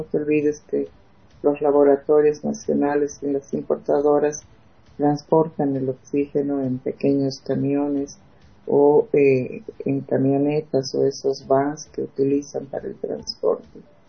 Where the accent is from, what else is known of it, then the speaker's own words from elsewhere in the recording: Bolivia; somos todos bolivianos